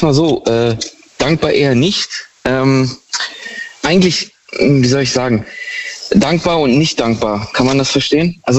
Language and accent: German; Heidelberg, Baden-Württemberg, Germany; Ich komme aus der Ecke Heidelberg.